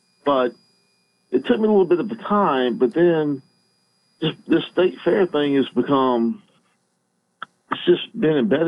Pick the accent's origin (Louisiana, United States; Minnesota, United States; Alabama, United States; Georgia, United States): Georgia, United States; Atlanta; now in Mississippi, United States; I grew up in Atlanta. I didn't know what the heck a state fair was.